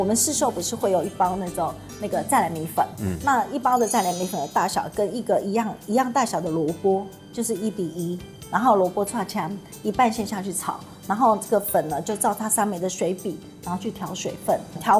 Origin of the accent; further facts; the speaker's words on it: Taiwan; 我以为只有我们台湾人在吃